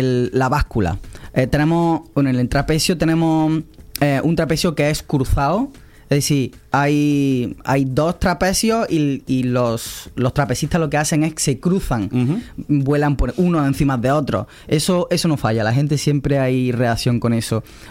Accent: Andalusia, Spain; Yo soy del sur de España, de Andalucía.

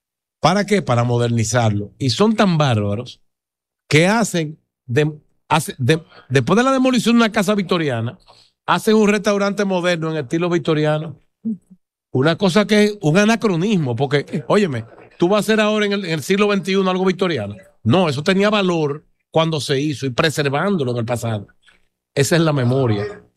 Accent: San Juan de la Maguana, San Juan, Dominican Republic; Yo nací en San Juan de la Maguana y para mí es mi pueblo

